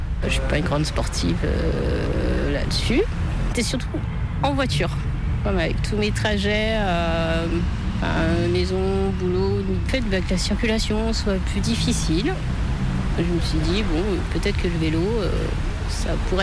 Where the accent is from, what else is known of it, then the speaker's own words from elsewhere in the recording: Villeurbanne, Auvergne-Rhône-Alpes, France; now in Vaulx-en-Velin, France; Alors j'habite Lyon, Villeurbanne. Enfin, toute mon enfance a été à Villeurbanne, mais sinon j'habite à Vau-en-Velin.